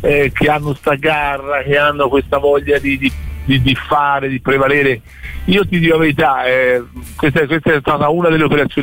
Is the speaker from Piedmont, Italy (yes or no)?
no; Florence, Tuscany, Italy; io ti dico, da fiorentino che ha lavorato 5 anni a Pisa, Dio, è forte, forte la rivalità, fortissima.